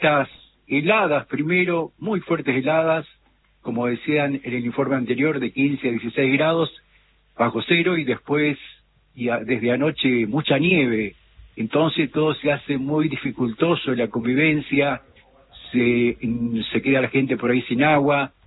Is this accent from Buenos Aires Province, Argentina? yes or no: no; Río Mayo, Chubut, Argentina; no soy nacido acá, pero toda la vida aquí en nuestro lugar